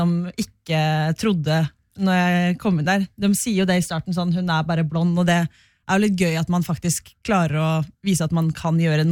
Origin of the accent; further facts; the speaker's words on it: Askim, Østfold, Norway; now in Oslo, Norway; jeg kommer fra Askim.